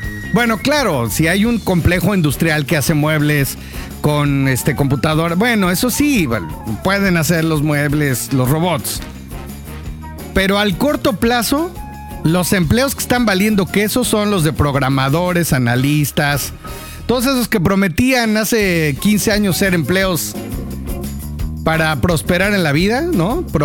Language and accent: Spanish; Mexico City, Mexico; now in Yucatán Peninsula, Mexico; su servidor … como buen guach, Yucahuach chilango, pues no trajo a la península ningún tipo de pantalón largo